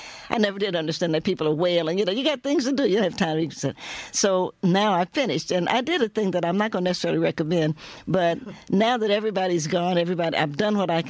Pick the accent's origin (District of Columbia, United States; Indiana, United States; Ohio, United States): Ohio, United States; Cincinnati; also born or lived in Knoxville; And I'm a Cincinnatian I'm a Knoxvillian by birth. Raised. I grew up in Cincinnati.